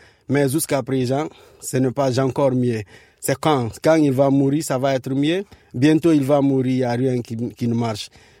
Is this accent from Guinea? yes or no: yes; Guinea; moved away as an adult; Je viens de Guinée-Conakry.